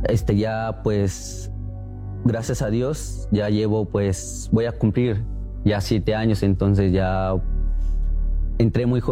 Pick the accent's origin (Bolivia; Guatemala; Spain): Guatemala; moved away as an adult; now in United States